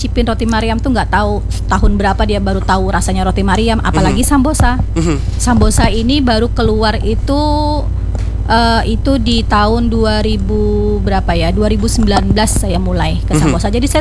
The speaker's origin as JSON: {"language": "Indonesian", "country": "Indonesia", "said": "Bukan marga. Kan saya asli Indonesia"}